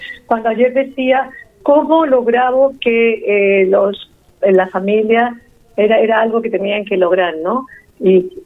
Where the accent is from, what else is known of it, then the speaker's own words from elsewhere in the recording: Talca, Maule, Chile; moved away as an adult; now in Quillota, Chile; Yo soy de Talca, nacida en Talca.